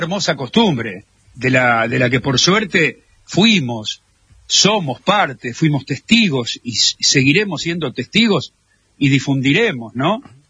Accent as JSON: {"language": "Spanish", "country": "Argentina"}